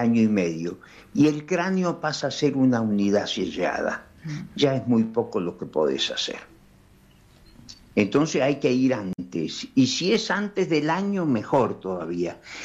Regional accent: Argentina; un país como el nuestro, enormemente grande, enormemente rico y peligrosamente vacío.

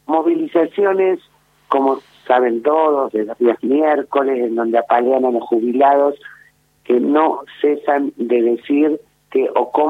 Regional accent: Salta, Argentina; now in Buenos Aires, Argentina; yo soy de Salta. Qué lindo. Criada en Salta, aunque vivo en Buenos Aires.

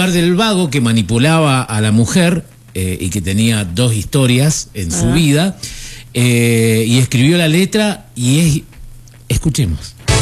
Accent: Argentina; lo que somos los argentinos.

